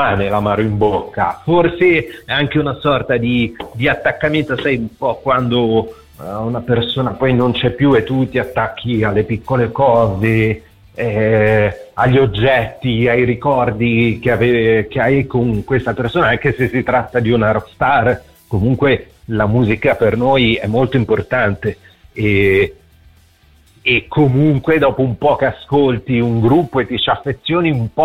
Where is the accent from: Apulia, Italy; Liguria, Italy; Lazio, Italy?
Liguria, Italy; Genoa; persone siamo sono di Genova, noi siamo un po' più distaccati, diciamo così.